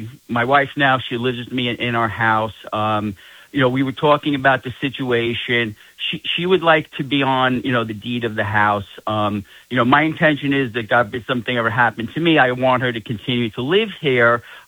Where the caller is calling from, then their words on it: Queens, New York, United States; I'm calling from Queens, Corona, Queens.